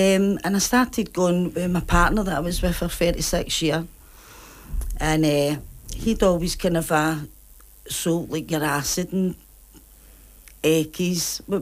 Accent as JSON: {"language": "English", "town": "Glasgow", "region": "Scotland", "country": "United Kingdom", "tie": "born or raised there", "said": "brought up in a wee place called Common Head in Easterhouse."}